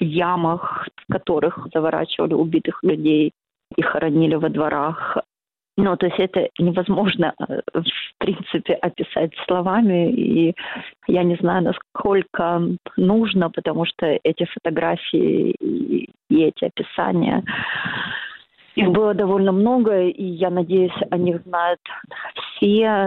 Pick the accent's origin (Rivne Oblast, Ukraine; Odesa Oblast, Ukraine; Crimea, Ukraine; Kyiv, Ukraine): Kyiv, Ukraine; родилась и выросла в Киеве.